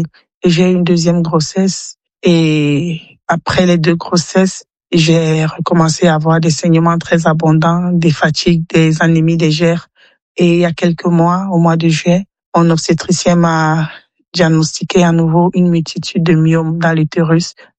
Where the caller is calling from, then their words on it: Yaoundé, Centre, Cameroon; j'ai 45 ans, je vis à Yaoundé au Cameroun.